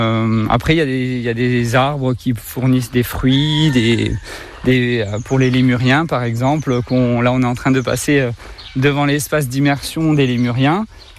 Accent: Corsica, France; Alors oui, moi je suis pas né en Corse, mais j'ai grandi en Corse. Je suis en Corse depuis la maternelle, hein, sur le Nebbio.

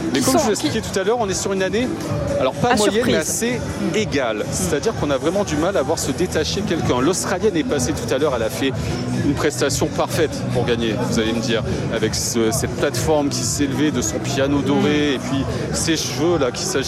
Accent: France; parce que évidemment en tant que Français on n'est pas très objectif, on est un peu chauvin

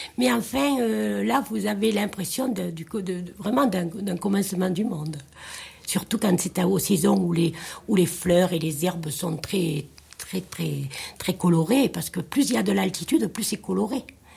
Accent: Occitanie, France; Moi, je suis plutôt du Cos, si on regarde d'où je viens. Mais j'aime bien la Margeride aussi. J'aime bien ce qu'on appelle ici la Haute Lozère.

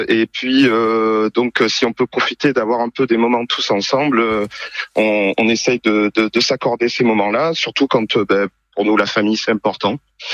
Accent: Carpentras, Provence-Alpes-Côte d'Azur, France; now in Pertuis, France; ça fait 48 ans que je suis né à Carpentras, que je vis en Provence et dans le Vaucluse

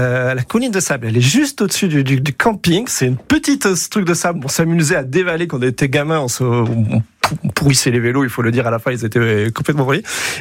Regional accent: Marseille, Provence-Alpes-Côte d'Azur, France

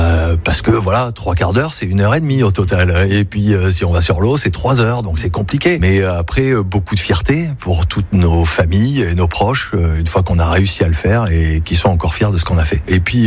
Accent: Bordeaux, Nouvelle-Aquitaine, France; also born or lived in Pau; j'ai 56 ans. Je suis né à Pau, mais j'ai vécu depuis ma première année à Bordeaux, donc je suis un Bordelais.

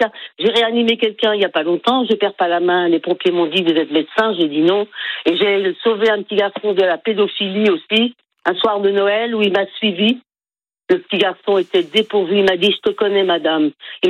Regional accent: Brittany, France; also born or lived in Seine-et-Marne; now in Noyal-Muzillac, France; quand je suis arrivée en Bretagne, parce que je suis originaire de Bretagne

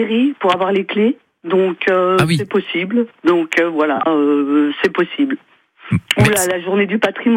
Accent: Anoux, Grand Est, France; c'est mon village natal, rue du Lavoir, c'est vraiment un petit village typique

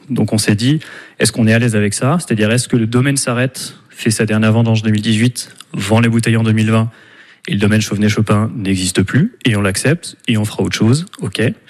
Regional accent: Beaune, Bourgogne-Franche-Comté, France; Tu es devant la maison où j'ai grandi. Hein. Moi, je suis né

